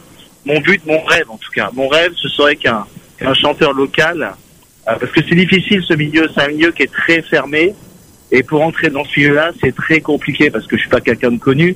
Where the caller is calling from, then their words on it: Réunion; J'habite à La Réunion depuis 33 ans. Et j'écris des textes en français que je traduis en créole réunionnais.